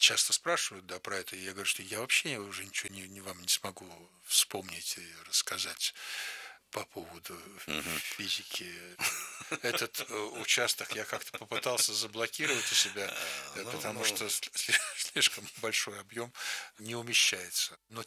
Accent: Saint Petersburg, Russia; born or raised there; moved away as an adult; now in Moscow, Russia

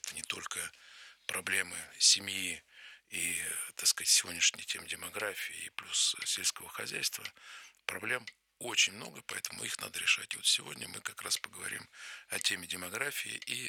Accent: Nizhny Novgorod, Nizhny Novgorod Oblast, Russia; я сам из Нижнего Новгорода, в Нижегородском парламенте был

